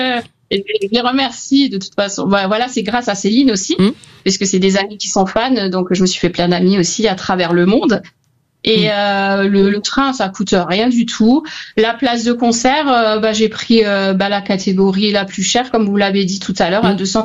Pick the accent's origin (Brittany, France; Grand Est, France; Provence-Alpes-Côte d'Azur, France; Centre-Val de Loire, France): Grand Est, France; now in Var, France; Alors moi, je suis d'origine d'Alsace et depuis 5 ans, j'habite dans le Var.